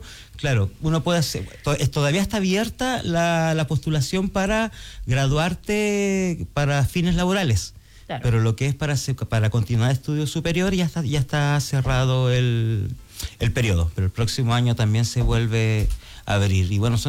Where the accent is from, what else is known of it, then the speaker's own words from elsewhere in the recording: Antofagasta, Chile; born there; moved away as an adult; also born or lived in Argentina; yo soy de Antofagasta, yo nací en Antofagasta